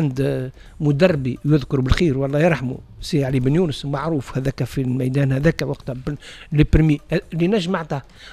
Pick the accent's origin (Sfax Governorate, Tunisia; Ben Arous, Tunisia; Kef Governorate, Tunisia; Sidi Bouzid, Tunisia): Sfax Governorate, Tunisia; Sfax; أنا ولد نهر الجزيرة باب الفن باب الزيرة وباب ناس سيدي منصور وحومتي هذيك كل شيء